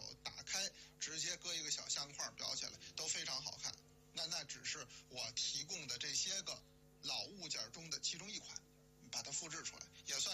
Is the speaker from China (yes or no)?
yes; Beijing, China; 我是北京人，我要为我的家乡多说两句。我的家乡爱喝一种茶，叫做茉莉花茶。